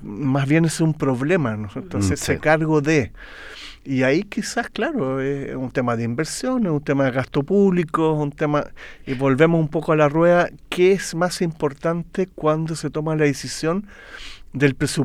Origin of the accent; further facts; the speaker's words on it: Viña del Mar, Valparaíso, Chile; yo vivía de chico, vivíamos en Viña y teníamos un terreno grande, bien central, y mis padres, los dos en realidad podría ser que eran alemanes, digamos, el viejo venía y mi mamá era nacida en Valparaíso, pero de padres alemanes